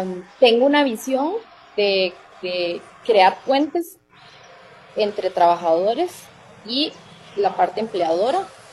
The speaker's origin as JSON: {"language": "Spanish", "country": "Costa Rica", "said": "yo soy producto del Estado Social de Derecho y de la política de justicia social de este país, de Costa Rica. Yo estudié en escuela pública, estudié en colegio público, estuve en la Universidad de Costa Rica"}